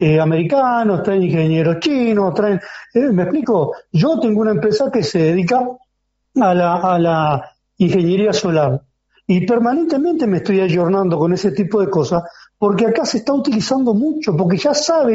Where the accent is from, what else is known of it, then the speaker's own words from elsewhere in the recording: Uruguay; moved away as an adult; now in Paraguay; yo hace años que no vivo en Uruguay, pero ya cuando yo me vine